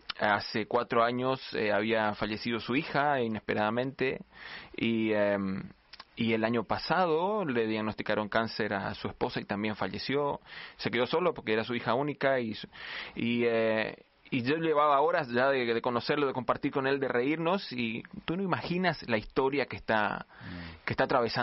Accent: Argentina; mezcla de acentos resultan en este acento tan confuso que traigo, que nunca nadie identifica que soy argentino.

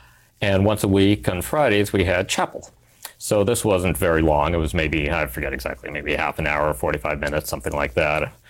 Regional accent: Vancouver, British Columbia, Canada; Well, I grew up in Vancouver in Canada, and both my parents were Muslim in their background, although they came from rather different places

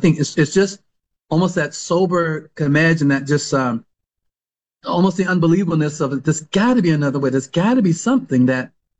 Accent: United States; born or raised there

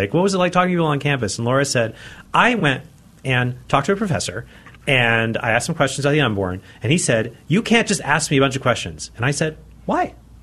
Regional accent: Arizona, United States; But it's not just that. I also think that for me, growing up in Arizona, because I, you know, as a convert

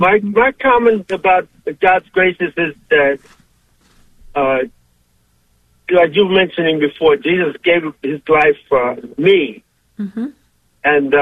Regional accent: Brooklyn, New York, United States; I was raised Catholic in the Catholic Church

